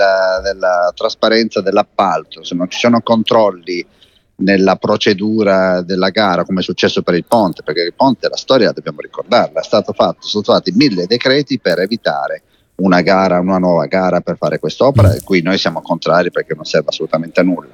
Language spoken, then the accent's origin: Italian; Calabria, Italy; born there; io sono nato vicino a Reggio Calabria